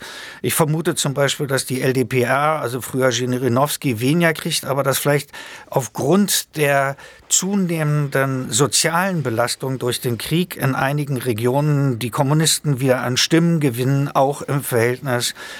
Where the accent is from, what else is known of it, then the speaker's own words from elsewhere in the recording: Germany; ich bin in der DDR groß geworden